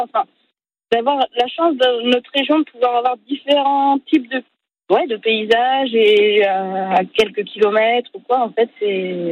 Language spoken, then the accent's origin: French; Brittany, France; now in Morbihan, France; Mais je suis originaire des Côtes d'Armor.